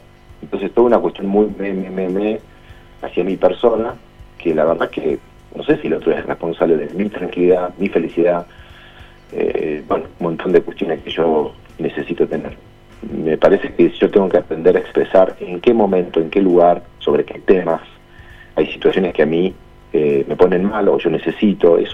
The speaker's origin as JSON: {"language": "Spanish", "country": "Argentina", "said": "somos muy argentinos, o somos bastante argentinos, ¿no?"}